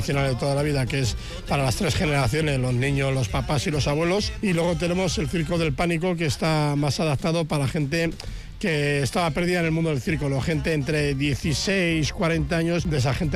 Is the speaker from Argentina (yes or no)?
no; Bilbao, Basque Country, Spain; born there; hemos vivido 18 años en la calle San Francisco. Cuando nosotros éramos pequeños, que mi padre se retiró un poco del mundo del circo, estuvimos 18 años viviendo ahí, estudiando ahí